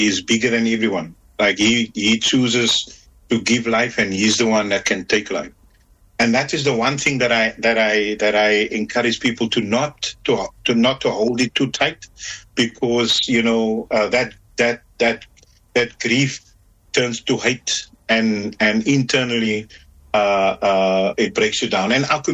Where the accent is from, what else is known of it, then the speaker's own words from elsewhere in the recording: Manenberg, Western Cape, South Africa; I'm someone that is not born in Menenberg. I'm born on the Cape Flats, but we moved to Menenberg when I was four. So I grew up in this community.